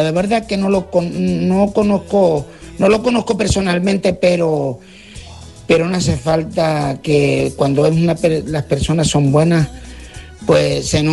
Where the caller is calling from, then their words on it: Tejina, Canary Islands, Spain; el de Tejina